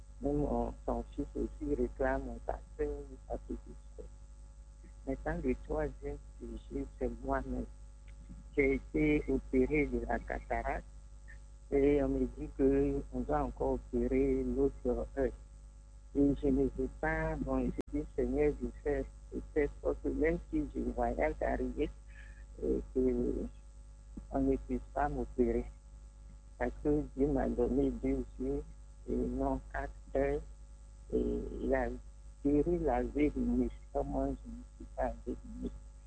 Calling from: Abidjan, Côte d’Ivoire; Je vous appelle d'Angré.

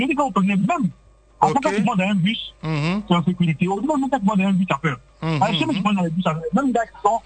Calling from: Abidjan, Côte d’Ivoire; Je vous appelle d'Abidjan.

